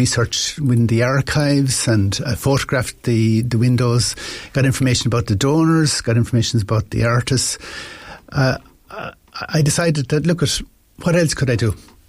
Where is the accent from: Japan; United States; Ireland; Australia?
Ireland; Kilrush, County Clare; I'm from Kilrush in County Clare